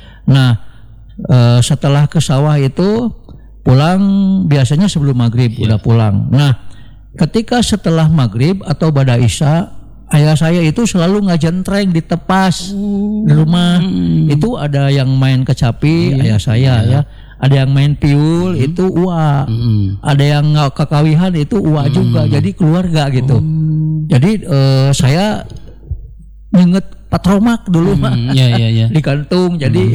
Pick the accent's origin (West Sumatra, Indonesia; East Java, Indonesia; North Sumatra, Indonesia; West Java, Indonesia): West Java, Indonesia; Sumedang; asli Tidarmaraja Sumedang, Boep ya. Kebetulan saya sudah berdinas selama 39 tahun, hampir 40 tahun mengajar di ISBI Bandung.